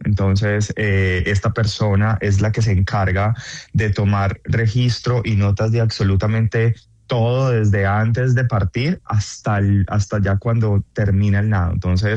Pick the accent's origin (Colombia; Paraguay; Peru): Colombia; moved away; Bueno, yo en el 2021 tuve que salir de Colombia por amenaz